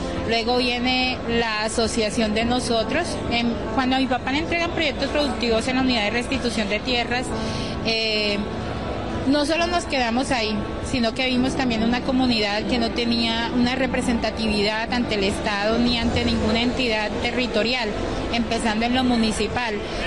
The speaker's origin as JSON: {"language": "Spanish", "town": "El Salado", "region": "Bolívar", "country": "Colombia", "said": "Yo soy del Salado Bolívar. Mi familia es de allá"}